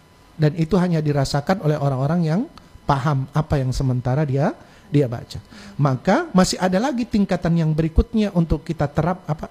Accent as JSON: {"language": "Indonesian", "region": "Gorontalo", "country": "Indonesia", "said": "kita orang Gorontalo"}